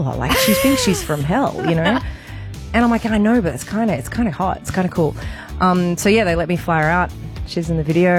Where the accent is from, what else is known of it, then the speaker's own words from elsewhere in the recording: Australia; And because I'm Australian, so I'm like this self-deprecating little lamb